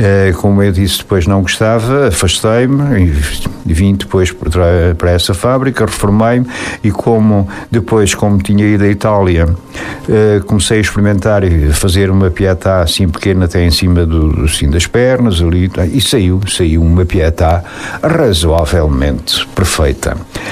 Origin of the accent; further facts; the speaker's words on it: Gáfete, Portalegre, Portugal; born there; eu nasci em Gafte e aos 11 anos, portanto, ao lado do meu pai, contrariado, porque não gostava, comecei a praticar, a bater na pedra